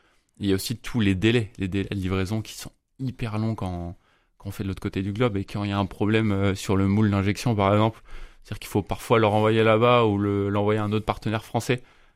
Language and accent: French; Brittany, France; Entre les Côtes d'Armor et l'Ille-et-Vilaine, c'est-à-dire que j'ai grandi dans les Côtes d'Armor et maintenant j'ai fait mes études en Ille-et-Vilaine, enfin à Rennes.